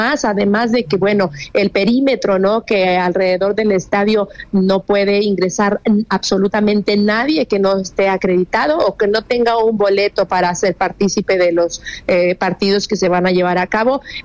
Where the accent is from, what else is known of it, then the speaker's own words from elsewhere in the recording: Mexico; Sí, claro, así somos los mexicanos en el modo aficionado